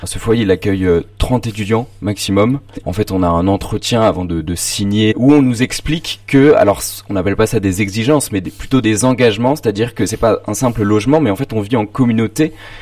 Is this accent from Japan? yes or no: no; Poissy, Île-de-France, France; moved away as an adult; now in Reims, France; Alors moi, j'ai grandi à Poissy, donc dans les Yvelines. J'ai fait une licence en design à Paris. Et pour mon master, je suis venu à Reims, donc toujours en design. Donc je suis à l'ESA de l'école d'art et de design, qui est rue Libergier.